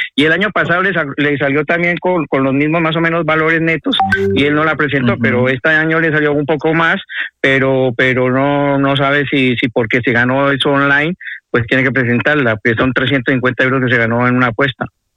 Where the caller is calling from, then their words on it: Madrid, Community of Madrid, Spain; de Madrid